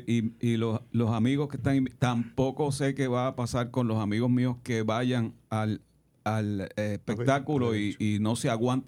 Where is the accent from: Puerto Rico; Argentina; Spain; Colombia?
Puerto Rico; La Pachanga; Tú sabes, yo soy de La Pachanga, Puerto Rico. Y de La Pachanga, Puerto Rico, pues la extensión, digo, va por Carlos y por los hijos de él y los hijos de sus hijos.